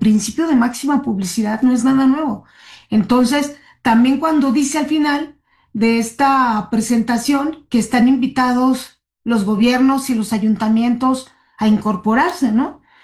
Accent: Mexico; No somos tontos los mexicanos, sabemos cuál es la información que no se puede dar a conocer

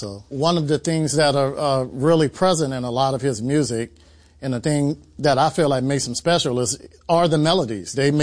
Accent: Louisiana, United States; I grew up in the St. Bernard Projects.

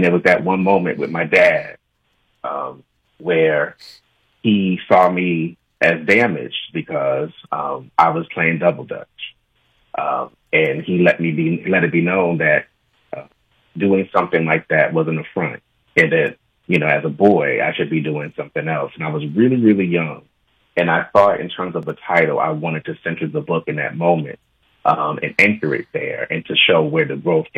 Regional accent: Newark, New Jersey, United States; We grew up in Newark, New Jersey

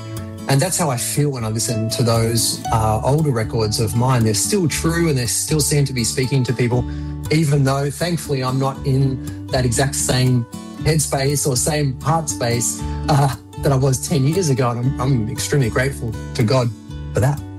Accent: Australia; as an Aussie

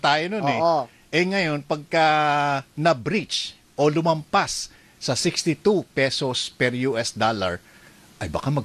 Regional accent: Cagayan Valley, Philippines; moved away; idun sa amin sa Isabela.

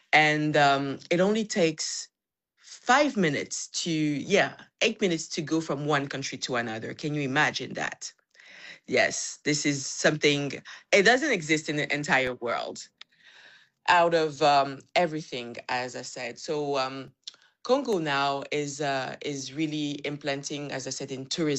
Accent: Gabon; born or raised there

